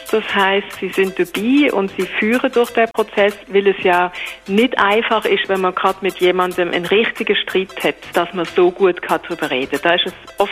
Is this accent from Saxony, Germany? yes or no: yes; Leipzig, Saxony, Germany; born there; ich bin geboren in Leipzig. Ich habe dann dort Soziologie studiert